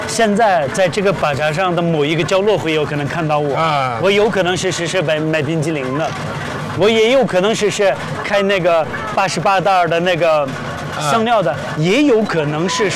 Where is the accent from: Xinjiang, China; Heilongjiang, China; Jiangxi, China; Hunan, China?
Xinjiang, China; moved away as an adult; now in Beijing, China; 我是新疆人呢，还是在北京？